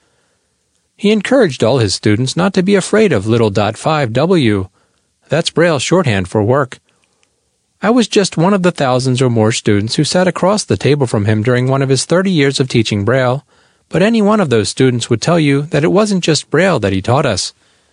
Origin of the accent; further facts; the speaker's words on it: Louisiana, United States; As a young person growing up in Louisiana, I was desperate for information about the larger world.